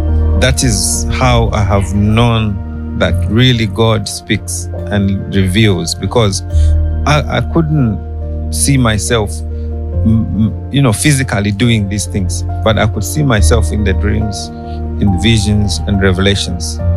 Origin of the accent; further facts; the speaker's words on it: United Kingdom; I come from the United Kingdom.